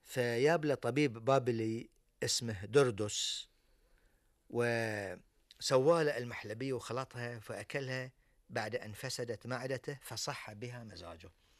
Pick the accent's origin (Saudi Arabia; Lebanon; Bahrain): Bahrain; الزلابية أيضا من الحلاوة المشهورة جدا عندنا في البحرين